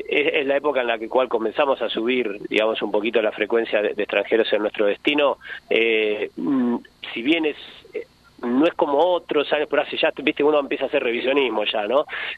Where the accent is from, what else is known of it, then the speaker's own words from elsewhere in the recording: Argentina; siendo argentino, futbolero